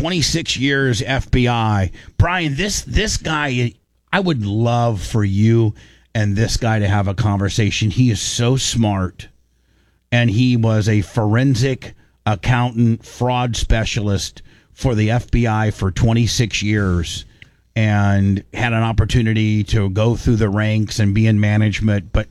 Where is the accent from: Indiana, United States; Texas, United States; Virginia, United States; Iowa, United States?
Indiana, United States; Warsaw; Now, Fort Wayne, Indiana is the largest city that's closest to where I grew up in Warsaw. Warsaw is only about 40 miles from Fort Wayne.